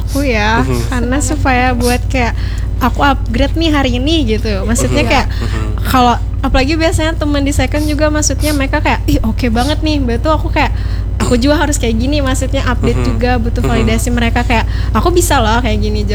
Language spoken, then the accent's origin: Indonesian; Banjarmasin, South Kalimantan, Indonesia; Aku dari Banjarmasin.